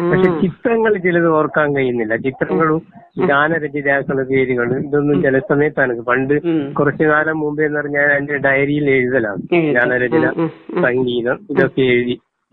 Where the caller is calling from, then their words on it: Kadambur, Kerala, India; Kadambur.